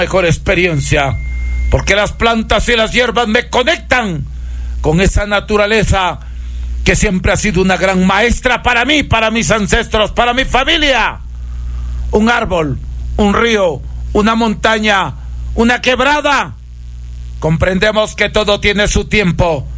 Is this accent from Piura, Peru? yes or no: yes; Huancabamba, Piura, Peru; como curador huancabambino del Perú, yo comparto enseñanzas inspiradas en todas las tradiciones de mi tierra natal, allá donde nosotros subíamos un cerro encantado para traer la hierba